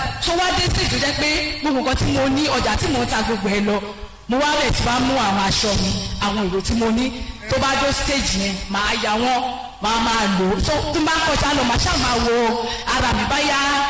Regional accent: Osun, Nigeria; mo wa lati Osun

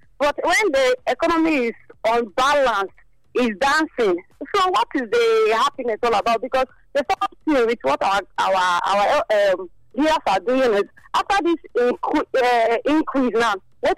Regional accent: Uruguay; This one I'm new. I'm from Uruguay.

